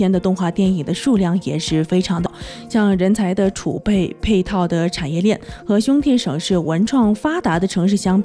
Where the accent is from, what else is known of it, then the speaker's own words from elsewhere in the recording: China; 我们中国人